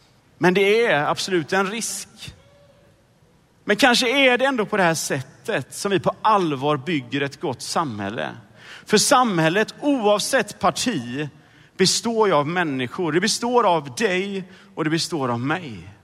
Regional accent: Sydkoster, Västra Götaland County, Sweden; Jag skulle ha ansvar för mejeriavdelningen hemma på Sydkoster på affären.

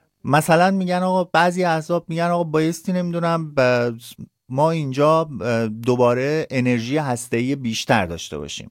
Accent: Iran; now in Sweden; به عنوان یه ایرانی

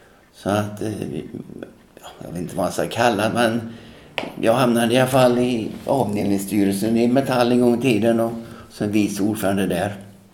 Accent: Tidaholm, Västra Götaland County, Sweden; Jag växte upp i Tidaholm

